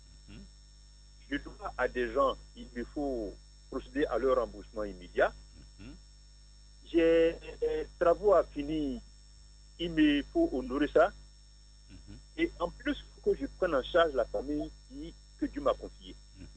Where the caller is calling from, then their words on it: Abidjan, Côte d’Ivoire; Cocody à Toba. Cocody à Toba.